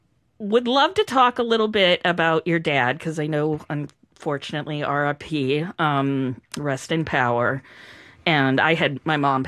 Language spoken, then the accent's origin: English; Gloucester, Massachusetts, United States; moved away as an adult; also born or lived in Montreal; I grew up in Gloucester. And when I moved to Montreal